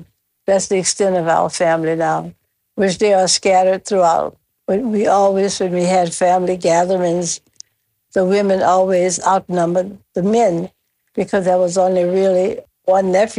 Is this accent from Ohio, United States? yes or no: no; Opelousas, Louisiana, United States; I grew up in Opelousas, Louisiana. I went to Catholic schools from first grade to 12. We were all baptized Catholics.